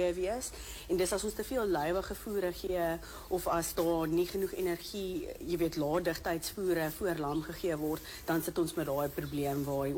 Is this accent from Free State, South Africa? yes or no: no; Pretoria, Gauteng, South Africa; born or raised there